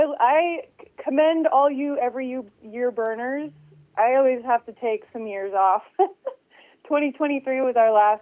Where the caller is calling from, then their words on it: Talent, Oregon, United States; Talent, near Ashland.